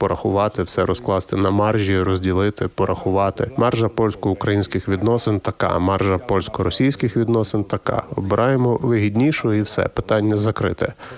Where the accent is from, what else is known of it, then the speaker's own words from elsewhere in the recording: Poland; Ukrainian is a second language; І це я кажу, як поляк.